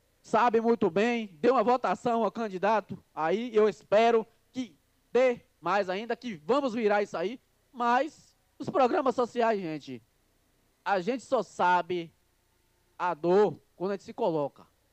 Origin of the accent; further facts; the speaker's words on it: Brazil; eu quero mandar um abraço a todos os moradores da rua Jesus Nazaré, onde eu nasci, me cresci, e eu capinava o terreno de todo mundo.